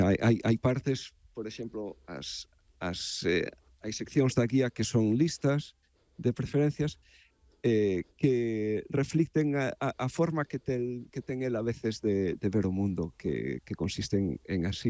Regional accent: Bueu, Galicia, Spain; moved away as an adult; now in Doylestown, United States; Bueno, eu son de Bueu, vamos, crecín ali toda a miña vida. Vin a Estados Unidos aí como 20 anos máis ou menos, a través dun programa de intercambio.

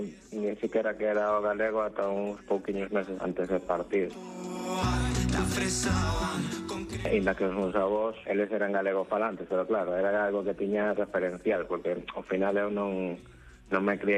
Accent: Caracas, Capital District, Venezuela; Galician is a second language; Sempre me presentei como galego de Caracas, como unha persoa que fai poesía en galego e que fala en galego.

